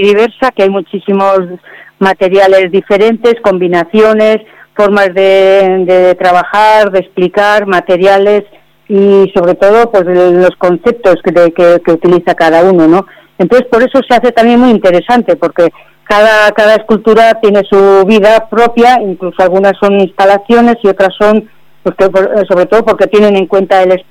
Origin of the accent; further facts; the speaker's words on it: Basque Country, Spain; pues el resto somos de Álava, de Vitoria sobre todo, y de algunos pueblos de alrededor.